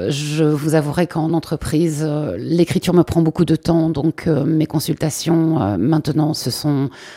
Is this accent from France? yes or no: no; Saint-Vaast, Wallonia, Belgium; je suis de Saint-Va, juste à côté de la Louvière.